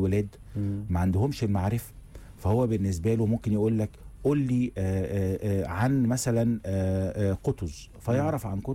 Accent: Egypt; والكتابه في التاريخ عندنا في مصر ممكن ساعه او ساعتين حدث حصل

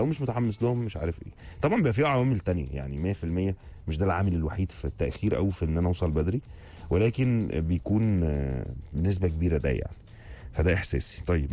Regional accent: Egypt; تريزيجيه جاب الجول, فرحت يعني اللي هو كمصري يعني

